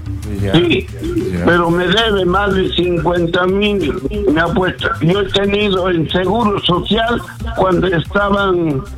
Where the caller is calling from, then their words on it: Lima, Peru; Yo estoy llamando de Lima, Perú.